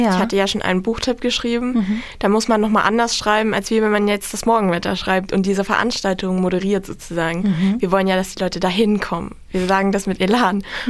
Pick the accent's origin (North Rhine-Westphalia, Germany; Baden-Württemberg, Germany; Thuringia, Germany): Thuringia, Germany; Niedersachswerfen; Ich komme ja aus Niedersachsen-Werfen, also ziemlich nah an Nordhausen.